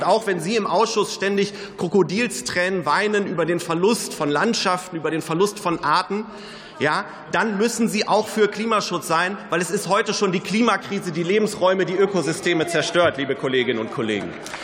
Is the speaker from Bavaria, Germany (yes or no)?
no; North Rhine-Westphalia, Germany; Ich komme aus Nordrhein-Westfalen. Der Rhein ist die wichtigste Wasserstraße in unserem Bundesland.